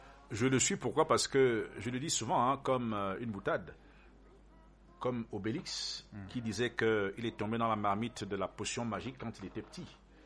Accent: Paris, Île-de-France, France; born there; Vous savez, je vous ai dit tantôt que je suis né à Paris, en France.

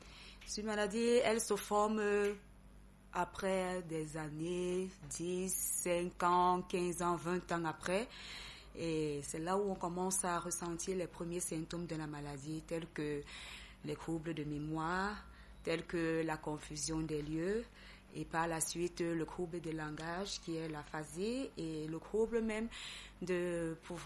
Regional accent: Cameroon; chez nous en Afrique, et plus particulièrement au Cameroun

